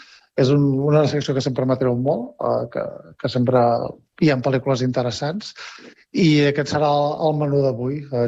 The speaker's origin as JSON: {"language": "Catalan", "region": "Catalonia", "country": "Spain", "said": "sobretot qui vingui de fora, com és el nostre cas, no? Jo en el meu cas vinc del Ripollès"}